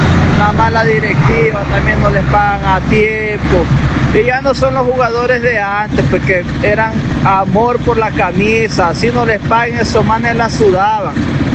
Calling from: Guayas, Ecuador; yo soy del Guayas, pero soy hincha del Cuenca.

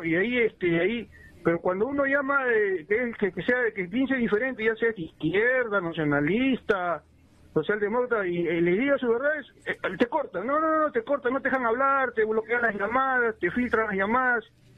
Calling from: Lima, Peru; Acá de Lima

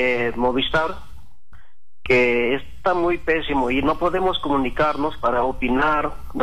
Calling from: San Miguel province, Calquis district, Cajamarca, Peru; Sí, soy de la provincia de San Miguel. … Distrito de Calquis, a una comunidad, San Francisco.

